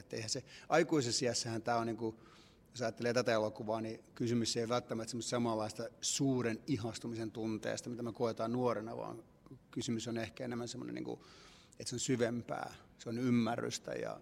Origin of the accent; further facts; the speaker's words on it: Cyprus; nimenomaan Kreikkaan, koska olen Kyprokset kotoisin ja ollut Kyproksella häissä.